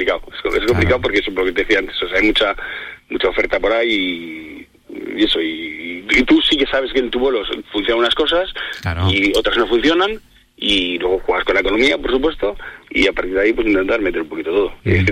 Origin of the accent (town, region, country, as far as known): Serrada, Castile and León, Spain